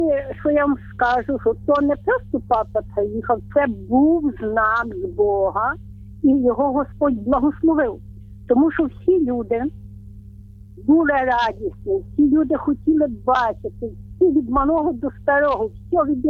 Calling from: Lviv, Lviv Oblast, Ukraine; Я зі Львова

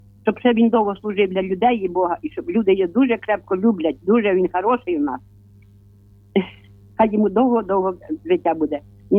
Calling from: Makhnivka, Vinnytsia Oblast, Ukraine; Я із Вінниччини, Махнівки, село Махнівка.

